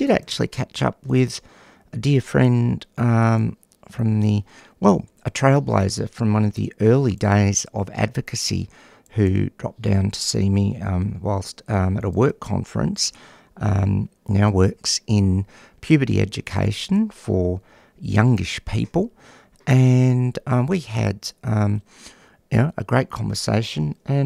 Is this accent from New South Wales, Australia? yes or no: yes; Newcastle, New South Wales, Australia; I came from Newcastle, north of Sydney, if my little brain remembereth rightly.